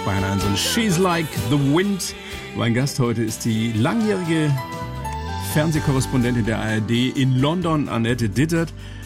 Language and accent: German; Weiden, Bavaria, Germany; Und meine Heimatstadt Weiden natürlich.